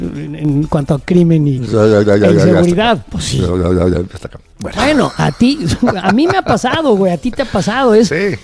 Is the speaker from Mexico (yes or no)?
yes; Mexico; a mí como mexicano me irrita muchísimo.